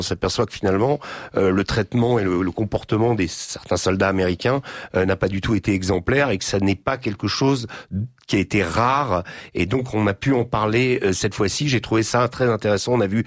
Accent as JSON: {"language": "French", "region": "Normandy", "country": "France", "tie": "born there", "also_born_or_lived": "Brittany", "said": "Moi, j'ai grandi en Normandie, en Bretagne."}